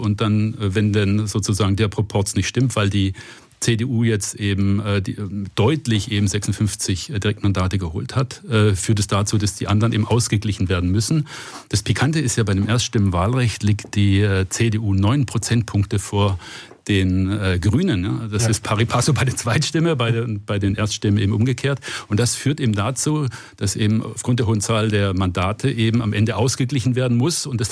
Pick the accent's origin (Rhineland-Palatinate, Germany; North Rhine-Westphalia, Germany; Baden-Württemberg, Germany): Baden-Württemberg, Germany; Stuttgart; War natürlich harte Zeiten im VfB-Land sozusagen, wo ich aufgewachsen bin als Werder-Fan.